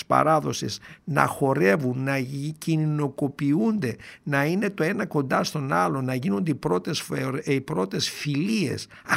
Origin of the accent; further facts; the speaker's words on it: Doirani, Central Macedonia, Greece; όπως στον τόπο μου το γενέθλιο το Κιλκής, το Λαχανά, και λίγο δύο μέρες πιο πίσω στο χωριό μου τη Δοϊράνη.